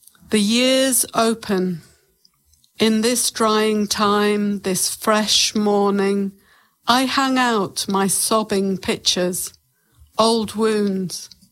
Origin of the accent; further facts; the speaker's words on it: England, United Kingdom; now in New Zealand; like when I came to New Zealand from England, you know, stopping one whole part of my life and starting again.